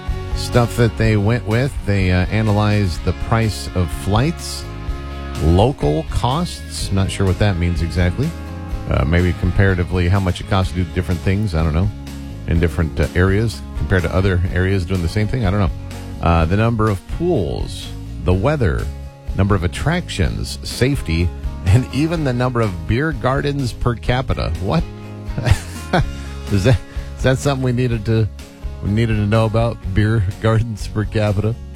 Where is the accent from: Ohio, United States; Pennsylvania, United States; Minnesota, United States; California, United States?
California, United States; moved away; I'm from Southern California.